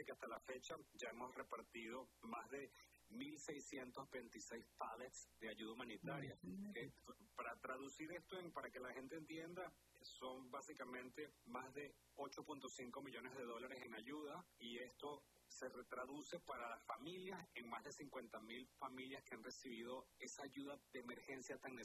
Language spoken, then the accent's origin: Spanish; Venezuela